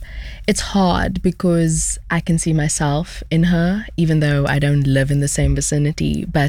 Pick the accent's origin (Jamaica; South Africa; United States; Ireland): South Africa; I come from South Africa